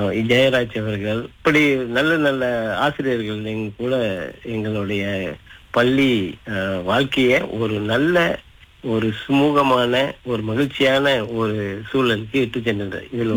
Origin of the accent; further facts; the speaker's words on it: Malacca, Malaysia; நான் வந்து மலாக்கா இருக்கக்கூடிய புக்கிதாசகான் தோட்டத்துல பக்கத்துல ஓசிங் சான் என்ற ஒரு சீனர் தோட்டத்துல பிறந்து வளர்ந்தேன்.